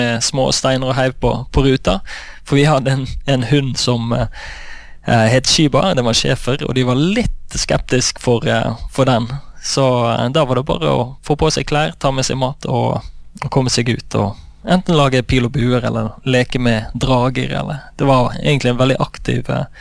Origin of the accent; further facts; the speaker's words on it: Oslo, Norway; born there; also born or lived in Indonesia / Singapore; Det jeg ble født I Oslo, og så valgte foreldrene mine å bli misjonærer, så de reiste ut til Indonesia. Og da hadde jeg første delen av barndommen min I Indonesia og Singapore da.